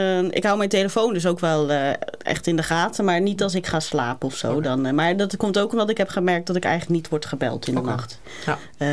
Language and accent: Dutch; Ridderkerk, South Holland, Netherlands; Grotendeels in Ridderkerk. Ja, ik ben vrij vaak verhuisd, maar grotendeels in Ridderkerk.